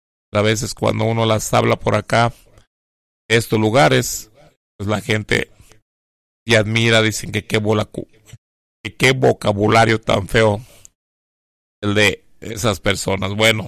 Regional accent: Huetamo, Michoacán, Mexico; born there; moved away; Y yo soy de Tierra Caliente. Yo nací en Huetamo, Michoacán, en el barrio de Dolores, en esta tierra caliente de Huetamo, Michoacán.

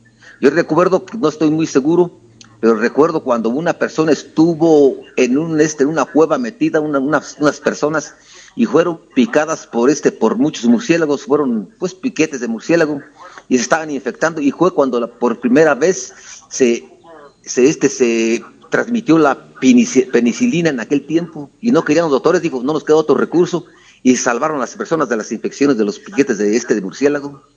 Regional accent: Mexico; qué somos los mexicanos o qué sentimos los mexicanos

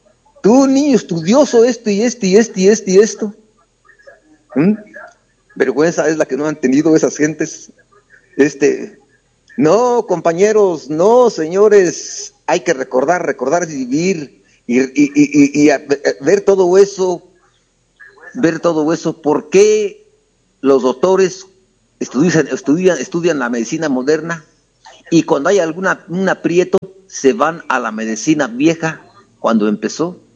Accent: Mexico; qué somos los mexicanos o qué sentimos los mexicanos

